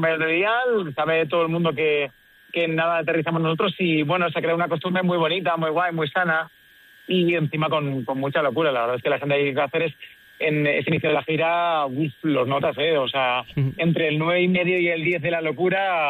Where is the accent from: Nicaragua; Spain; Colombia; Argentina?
Spain; Valencia, Valencian Community; En Navidad me bajo a mi tierra, que es Valencia